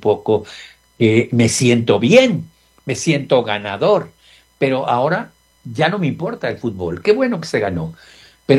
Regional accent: Mexico; Como mexicano me siento orgulloso de ello.

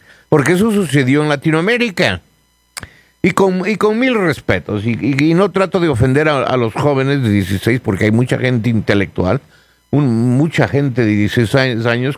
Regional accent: Los Angeles, California, United States; also born or lived in Ecuador; Nací en Ecuador, pero crecí desde joven en Los Ángeles.

